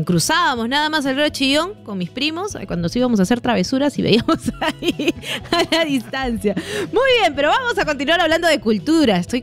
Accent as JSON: {"language": "Spanish", "region": "Lima", "country": "Peru", "tie": "born or raised there", "said": "yo que soy de Puente Piedra"}